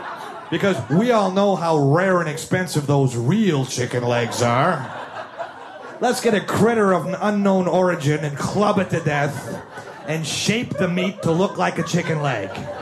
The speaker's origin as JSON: {"language": "English", "town": "Milwaukee", "region": "Wisconsin", "country": "United States", "tie": "born or raised there", "said": "When I grew up in Milwaukee, I grew up in the 70s. I'm getting older now"}